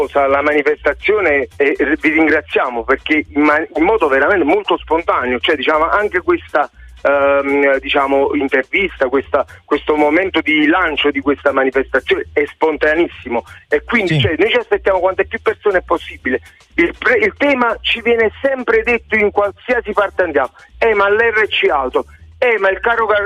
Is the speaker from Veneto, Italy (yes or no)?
no; Naples, Campania, Italy; io sono di Fuorigrotta, sono originario di Fuorigrotta